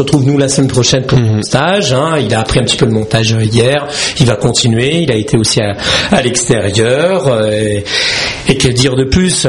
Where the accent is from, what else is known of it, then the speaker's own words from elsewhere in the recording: France; Finalement, nous, en tant que Français, on la connaît très mal